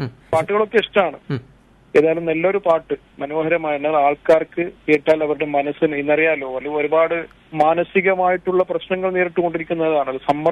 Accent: Kavaratti, Lakshadweep, India; ഞാൻ കവരത്തി ദ്വീപ് സ്വദേശിയാണ്.

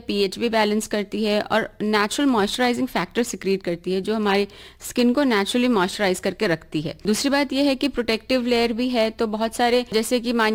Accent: Mumbai, Maharashtra, India; moved away as an adult; also born or lived in Ranchi / Varanasi / Delhi; now in Kanpur, India; मैं बॉम्बे से हूँ

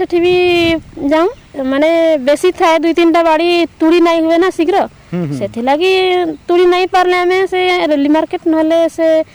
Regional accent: Mithakundari, Odisha, India; ଆମର ଗାଁ ହେଲା ମିଠକୁନ୍ଦରୀ

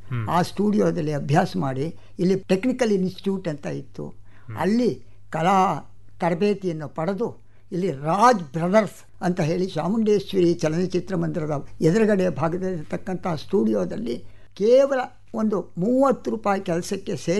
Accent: Kanagal, Karnataka, India; born there; ದೊಡ್ಡದು ನಾಡೆ ಹೆಂಚಿನ ಮನೆ ಕಣಗಾಲ್ನಲ್ಲಿ. ಆ ನಾಡೆ ಹೆಂಚಿನ ಮನೆಯಲ್ಲಿ ನಾವೆಲ್ಲ ಹುಟ್ಟಿದವರು.

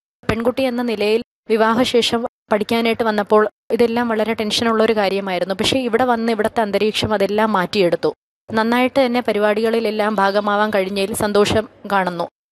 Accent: Thiruvananthapuram, Kerala, India; ഞാൻ തിരുവനന്തപുരം സ്വദേശിനിയാണ്.

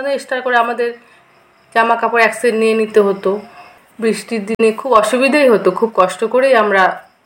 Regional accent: West Bengal, India; আমরা তো এখানে 50 বছর ধরে আমি এই গ্রামে আছি, মানে বড় হয়েছি এখান থেকে।

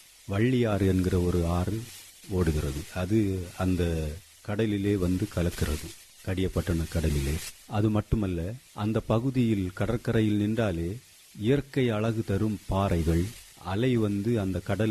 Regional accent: Kadiyapattinam, Tamil Nadu, India; அந்த ஒரு அழகான ஒரு ஊர். இயற்கை காட்சிகளெல்லாம் சூப்பராக இருக்கும் பார்க்கறதுக்கு. அந்த மாதிரி ஒரு நல்ல ஒரு கிராமத்தில் நான் பிறந்து வளர்ந்து அங்கே வந்து 7ஆம் வகுப்பு வரை படித்திருக்கிறேன்.

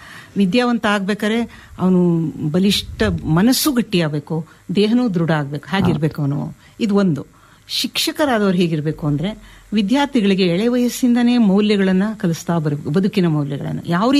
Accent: Chitradurga, Karnataka, India; now in Shivamogga, India; ನಾನು ಚಿತ್ರದುರ್ಗದವಳು, ಅಲ್ಲಿ ಬೆಟ್ಟ ಕೋಟೆ ಕೊತ್ತಲೆ ಎಲ್ಲ ಇದೆ. ಚಿಕ್ಕನಿಂದ ಬೆಟ್ಟ ಹತ್ತಿ ಇಳಿದವಳು ನಾನು.

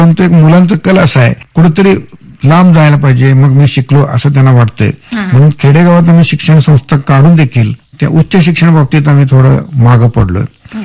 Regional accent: Tikoni, Maharashtra, India; मी स्वतःहून तिकोंडीतनं शिकून तिकोणीचा जन्म घेऊन मी बाहेर शिकत होतो आणि माझ्या गावी शिकायला बाहेर गावांना लोक येत होतं

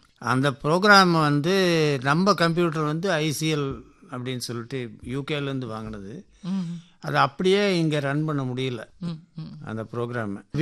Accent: Coimbatore, Tamil Nadu, India; நான் கோவை தான், பிறந்து வளர்ந்ததெல்லாம் கோவை, படித்ததெல்லாம் கோவை.

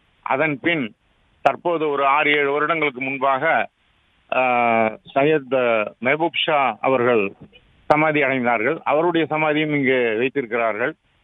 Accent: Salem, Tamil Nadu, India; நான் சேலத்தில் இருந்து வருகிறேன்.

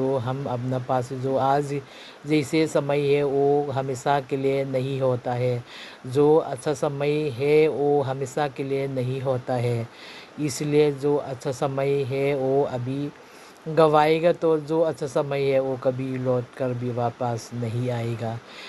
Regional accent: Murhi Basti, Assam, India; मैं मुरही बस्ती से हूँ।

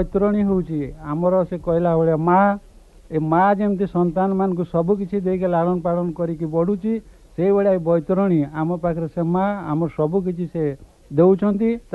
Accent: Nayakrishnapur, Odisha, India; ଆମ ଗାଁ ହେଉଛି ନୟାକୃଷ୍ଣପୁର, ଯେଉଁଟା ବିହାର ବର୍ଡ଼ର

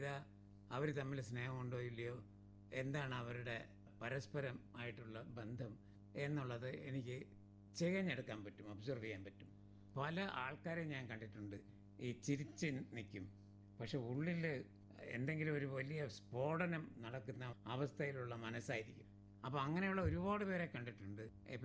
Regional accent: Kerala, India; first language Tamil; തമിഴ് കുടുംബത്തിൽ ജനിച്ച ഞാൻ മലയാളിയായി വളർന്നതും

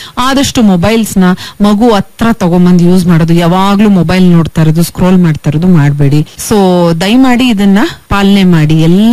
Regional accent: Karnataka, India

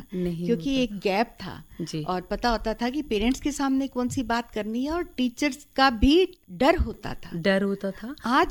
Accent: Dharamshala, Himachal Pradesh, India; मैं धर्मशाला की ही निवासी हूँ। मैं यहाँ बड़ोल में रहती हूँ और मैं एक रिटायर्ड अध्यापिका हूँ।

